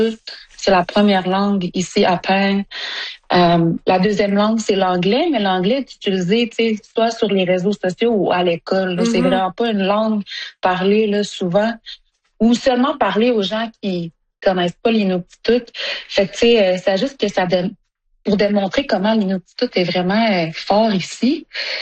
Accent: Sept-Îles, Quebec, Canada; moved away as an adult; now in Iqaluit, Canada; moi, j'ai grandi à Sept-Îles parce que j'étais avec mon père. Puis ma mère, elle vient de Iqaluit. Puis j'ai déménagé là quand j'avais 19 ans.

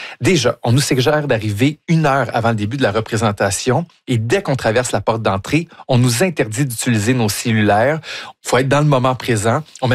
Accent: London, United Kingdom; French is a second language; Et contrairement à ce qu'on connaît chez nous, à Londres

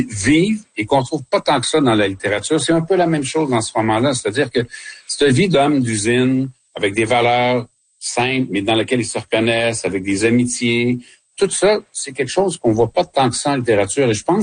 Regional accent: Quebec, Canada; chez nous au Québec

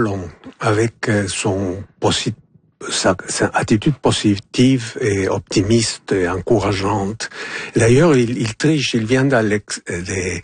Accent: Peru; moved away; Moi, je viens du Pérou. Et devant le rocher Percé, je sens la même chose que je sens devant Machu Picchu.

